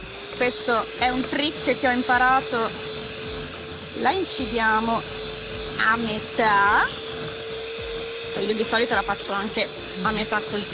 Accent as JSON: {"language": "Italian", "region": "Emilia-Romagna", "country": "Italy", "said": "sono romagnola."}